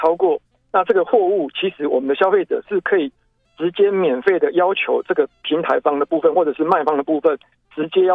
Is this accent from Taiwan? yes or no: yes; Taiwan